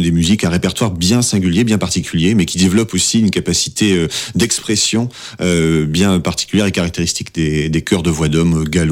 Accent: Brest, Brittany, France; born there; une triple culture, à la fois allemande, française et puis bretonne de par ma naissance quand même, puisque je suis né à Brest.

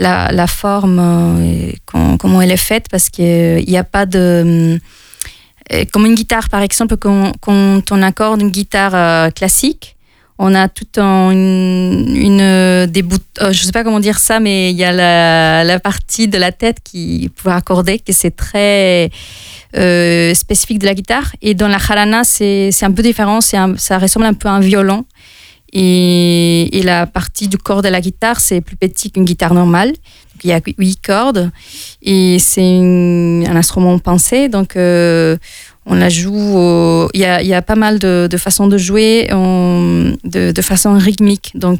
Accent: Mexico; French is a second language; moved away as an adult; now in France; Et moi, je venais du Mexique. Je ne suis jamais allée dans un autre pays pour vivre.

